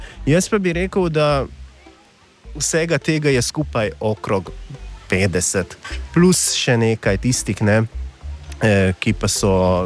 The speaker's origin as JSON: {"language": "Slovenian", "country": "Hungary", "second_language": "Slovenian"}